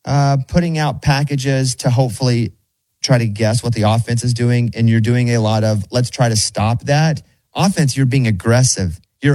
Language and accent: English; Arkansas, United States; But growing up in Arkansas, you learn to hate Texas.